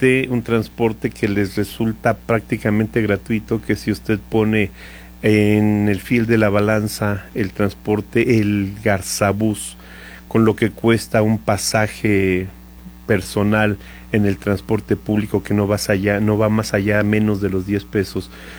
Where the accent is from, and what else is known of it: Hidalgo, Mexico